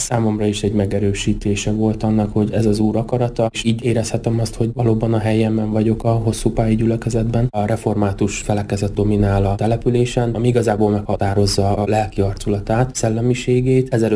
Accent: Zakarpattia Oblast, Ukraine; Kárpátaljáról származom, és a teológia elvégzése után is Kárpátaljára mentem haza segédbeosztott lelkésznek

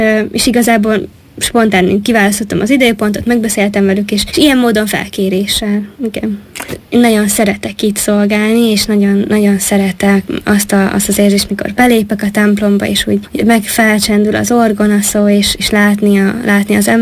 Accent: Oroszi, Zakarpattia Oblast, Ukraine; born or raised there

